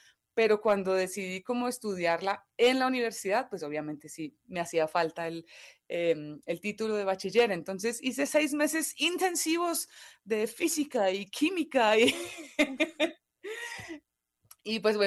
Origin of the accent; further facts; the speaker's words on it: Colombia; also born or lived in Ireland; now in Bogotá, Colombia; si bien nací en Irlanda y pues vengo de padres europeos, mamá inglesa y papá irlandés, yo llegué a Colombia cuando tenía apenas 2 años de edad. Entonces, claro, Realmente toda mi vida, todo mi entorno siempre ha sido colombiano